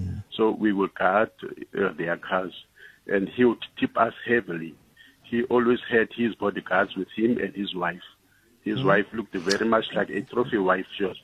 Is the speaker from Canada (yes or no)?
no; Cape Town, Western Cape, South Africa; now in Khayelitsha, South Africa; I was born and raised in Constantia Neck.